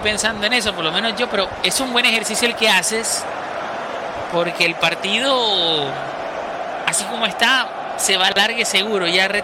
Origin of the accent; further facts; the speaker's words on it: Colombia; somos colombianos